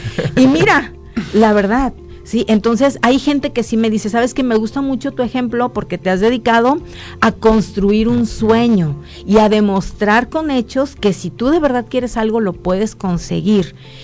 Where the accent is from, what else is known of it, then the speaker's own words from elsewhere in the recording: Tepic, Nayarit, Mexico; estoy enamorada de Tepic en todos los los sentidos. Entonces me pesaba tanto, decía, ¿cómo voy a dejar de donde soy para irme a otro lado?